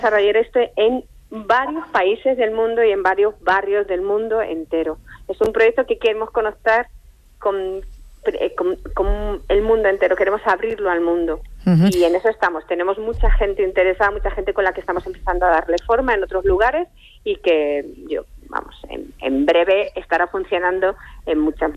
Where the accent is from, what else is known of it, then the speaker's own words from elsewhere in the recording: Madrid, Community of Madrid, Spain; born there; cuando me preguntan de que dónde nací, siempre digo que en Lanzarote, aunque nací en Madrid, sí, porque me siento de aquí